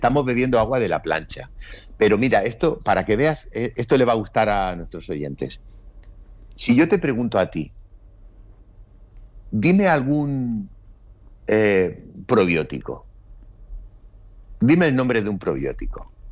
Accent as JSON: {"language": "Spanish", "country": "Spain", "moved": "yes", "lives_now": "Denmark", "said": "Nosotros en España tenemos la suerte de tener, vivo en Dinamarca"}